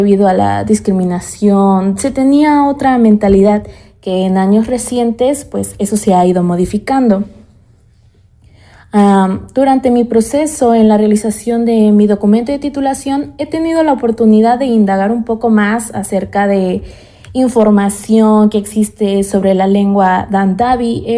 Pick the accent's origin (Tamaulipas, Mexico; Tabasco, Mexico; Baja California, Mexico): Tamaulipas, Mexico; now in Zacatlán de Bravo, Mexico; Soy originaria de Tamaulipas, pero he cumplido 3 años residiendo en Sayacatlán de Bravo, Ñusa. Tengo Oko Ui Kuya, o 22 años